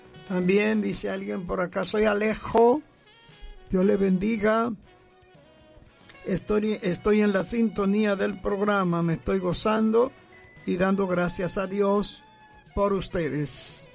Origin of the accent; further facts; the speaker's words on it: Puerto Plata, Dominican Republic; Yo soy de Puerto Plata y acá he hecho una revolución.